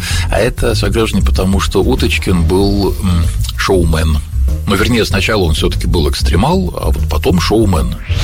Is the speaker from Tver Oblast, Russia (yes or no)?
no; Moscow, Russia; а мы, москвичи, всенародного любимца, впервые видим за штурвалом в начале мая 1910 года